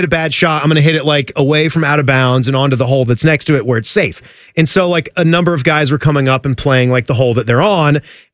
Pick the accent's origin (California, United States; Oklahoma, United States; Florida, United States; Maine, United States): Florida, United States; I'm aware in my home state of Florida, the Buc-ee's location in Daytona Beach has been attracting more visitors than the famed Daytona International Speedway.